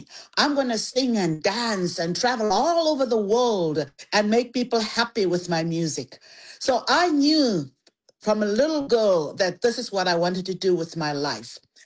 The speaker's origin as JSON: {"language": "English", "town": "Thokoza", "region": "Gauteng", "country": "South Africa", "tie": "born or raised there", "said": "I was raised in Thokoza, in the East Rand at Thokoza, not Soweto."}